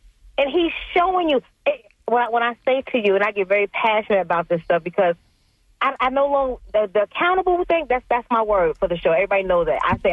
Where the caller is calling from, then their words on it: New York, United States; I'm from New York as well.